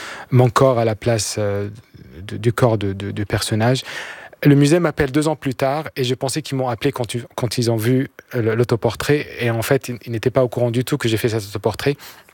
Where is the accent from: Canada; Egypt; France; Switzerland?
Egypt; Cairo, Cairo Governorate; moved away as an adult; J'ai grandi, j'ai vécu 30 ans en Égypte.